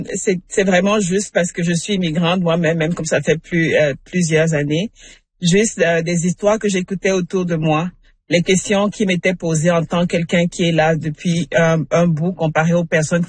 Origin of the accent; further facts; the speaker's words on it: Canada; tous les Canadiens, on a des problèmes. Quand on est parent, on met la santé en arrière. Quand on est Canadien, on a des problèmes dans le système de santé.